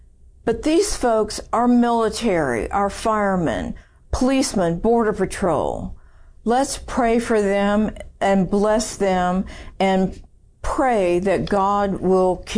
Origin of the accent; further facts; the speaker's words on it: San Antonio, Texas, United States; I was born in San Antonio. I'm a fifth generation Texan. We're deep rooted. My dad's family moved to San Antonio in the early 1800s.